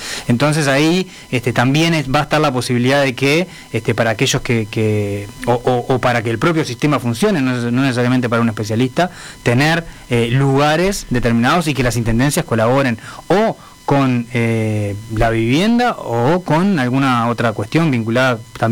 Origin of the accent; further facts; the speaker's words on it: Salto, Uruguay; yo soy salteño